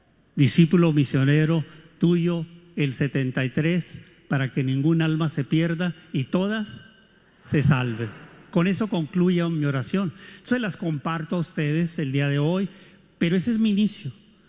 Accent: Mexico; ya como mexicano.

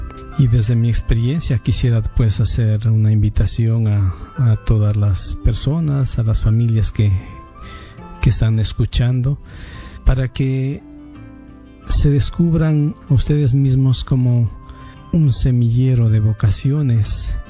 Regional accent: Ecuador; Estuve por una temporada corta, en realidad 5 meses, y luego pues regresé también ya a mi país de origen. Y hoy me encuentro trabajando en Ecuador

